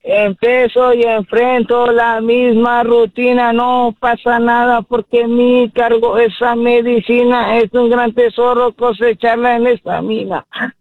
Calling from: Monterrey, Nuevo León, Mexico; Desde Monterrey, Nuevo León.

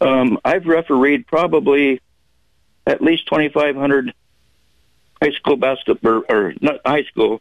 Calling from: Whatcom County, Washington, United States

